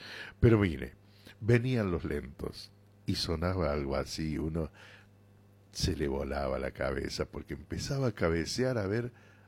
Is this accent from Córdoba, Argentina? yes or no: yes; Córdoba, Argentina; Yo le hablo de Córdoba